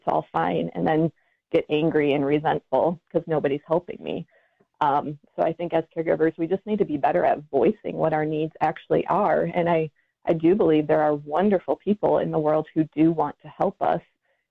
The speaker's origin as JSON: {"language": "English", "region": "Michigan", "country": "United States", "tie": "born or raised there", "said": "And that was the reason we actually moved back to Michigan, my home state"}